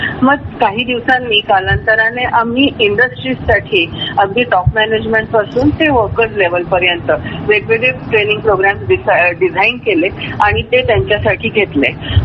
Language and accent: Marathi; Nashik, Maharashtra, India; also born or lived in Gujarat; माझं बालपण ऍक्च्युली नाशिकला गेलं. वडिलांची फिरकीची नोकरी होती.